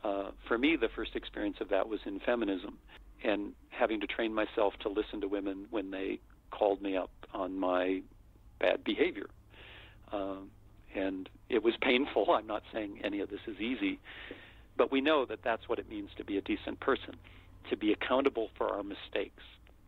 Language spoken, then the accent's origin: English; United States; I'm white, I'm male, I'm American, I'm, you know, educated